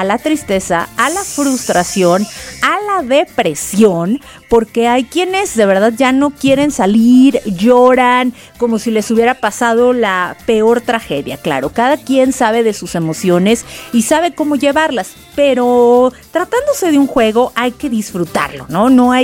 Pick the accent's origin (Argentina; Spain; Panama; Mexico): Mexico